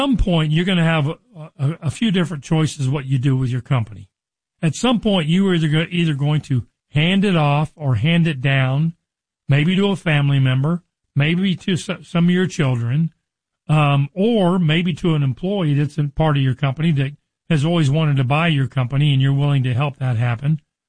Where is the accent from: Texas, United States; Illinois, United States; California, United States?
Texas, United States; Richardson; I grew up in Richardson, which is a suburb of Dallas. I know the North Texas market